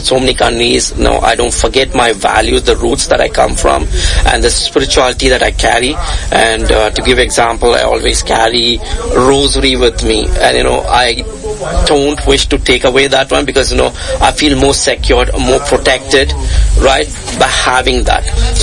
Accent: India; English is a second language; moved away as an adult; also born or lived in Australia; now in Canada; I was born and raised in India. Right. Then, you know, moved out of the country in 2006 for my higher studies to Australia. Lived there for 5 years and then moved to Canada in 2012 and made Canada as my home.

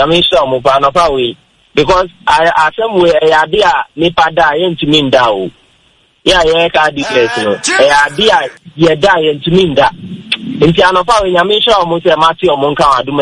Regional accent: Tema, Greater Accra, Ghana; Good morning. Yes … from Afenia, Tema.

